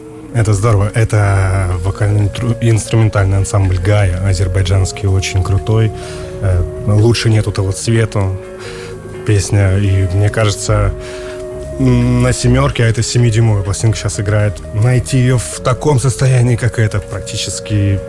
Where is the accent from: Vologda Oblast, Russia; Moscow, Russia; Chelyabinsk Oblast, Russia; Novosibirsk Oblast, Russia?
Vologda Oblast, Russia; Vologda; Если начинать прямо издалека, то родом я из Вологды.